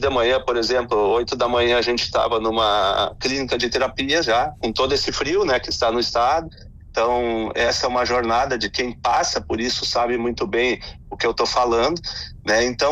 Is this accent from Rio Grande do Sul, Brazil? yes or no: yes; Rio Grande do Sul, Brazil; como bom italiano da serra